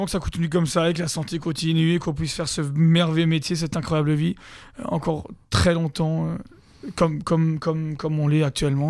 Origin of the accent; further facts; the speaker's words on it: Ettendorf, Grand Est, France; born there; je vais dire Ettendorf parce que c'est mon village natal, mais ça dépend pourquoi.